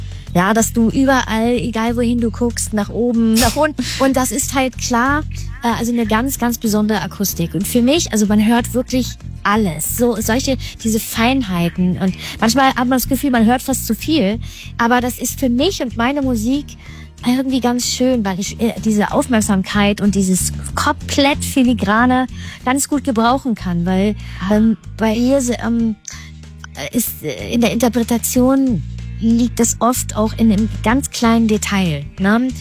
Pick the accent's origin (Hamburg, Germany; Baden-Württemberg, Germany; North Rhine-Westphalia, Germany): Hamburg, Germany; Naja, für mich als Hamburger, denn seitdem sie fertig ist, sie das Wahrzeichen geworden.